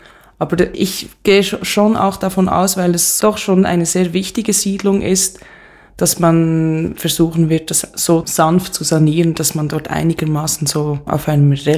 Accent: Bern, Switzerland; ich bin eben auch in Bern aufgewachsen, aber in der Lenggasse, was schon ein sehr viel behüteteres, akademischeres Quartier auch schon war, als ich klein war.

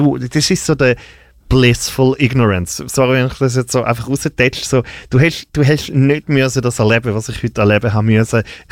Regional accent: Eastern Switzerland, Switzerland; Wir kommen ja beide aus dem Osten.

